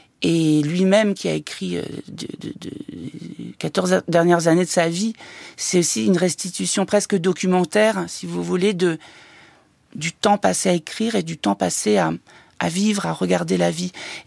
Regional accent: Nouvelle-Aquitaine, France; moved away as an adult; je viens du Limousin

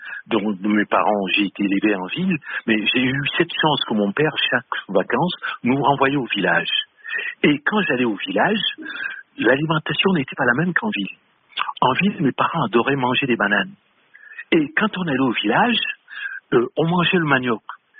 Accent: Cameroon; now in France; quand je suis parti du Cameroun et que j'arrive en France, les manioc que je vois dans les étals, je n'en reviens pas.

